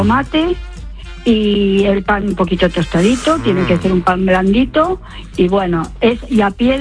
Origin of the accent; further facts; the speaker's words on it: Argentina; Bueno, mi bocata, como una argentina que soy, es el choripán.